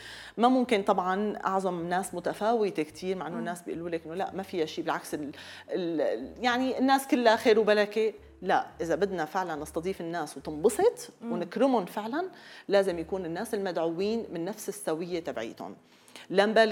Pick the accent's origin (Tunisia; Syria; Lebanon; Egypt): Syria; أسلوب حديثنا كسوريين. نحن مننطلق كتير، منحكي بصوت عالي